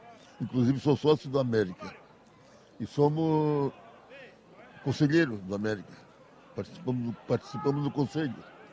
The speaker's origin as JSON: {"language": "Portuguese", "town": "Criciúma", "region": "Santa Catarina", "country": "Brazil", "tie": "born or raised there", "moved": "as an adult", "lives_now": "Joinville, Brazil", "said": "Eu morava do lado do campo Metropol. Nasci do lado do campo Metropol. Estou com 75 anos. Então, eu torci para o Metropol até meus 19 anos. Depois eu vim para Joinville"}